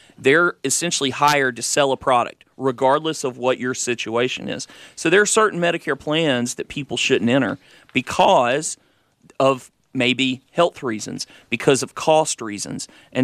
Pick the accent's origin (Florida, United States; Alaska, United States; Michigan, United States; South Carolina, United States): South Carolina, United States; Conway; I'm from Conway, live in Conway.